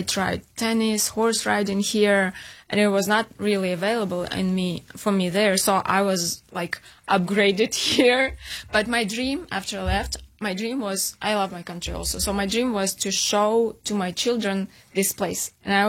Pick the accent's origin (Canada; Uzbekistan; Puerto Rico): Uzbekistan; also born or lived in St. Petersburg, Russia / Ukraine; now in Midland, United States; I was raised in Uzbekistan. Then I spent half of my life in Russia, in St. Petersburg, the most beautiful city in the world. Then my husband is from Ukraine, so obviously we lived in Ukraine.